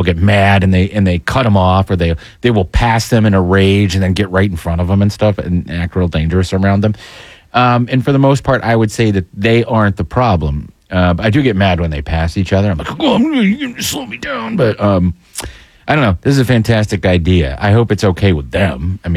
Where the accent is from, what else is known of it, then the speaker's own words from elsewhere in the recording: the North, United States; moved away; I'm from the North